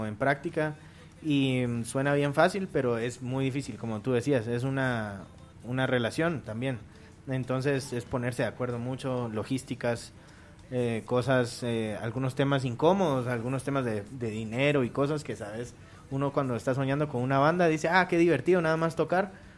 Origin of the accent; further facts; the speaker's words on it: Bogotá, Colombia; Sí, claro. Yo soy rolo también.